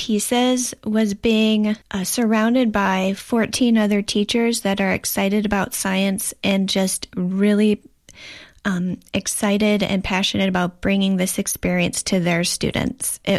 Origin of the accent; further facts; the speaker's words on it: Traverse City, Michigan, United States; whenever I said I was from Traverse City, Michigan